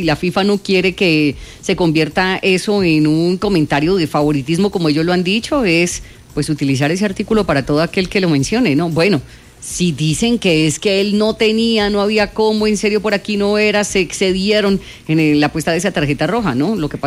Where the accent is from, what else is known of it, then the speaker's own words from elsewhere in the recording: Colombia; nosotros lastimosamente como colombianos